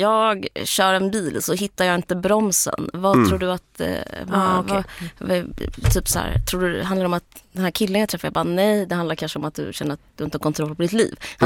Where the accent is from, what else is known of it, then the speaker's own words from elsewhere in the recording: Sweden; jag är otroligt svensk.